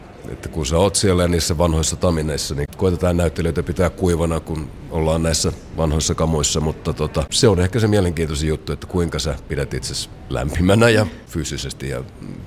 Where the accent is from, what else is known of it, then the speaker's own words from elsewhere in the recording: Lapland, Finland; mä olen Lapista kotoisin